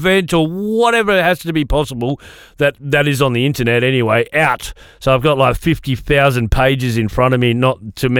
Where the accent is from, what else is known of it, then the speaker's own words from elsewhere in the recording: Queensland, Australia; born there; now in Broome, Australia; I was born in Queensland.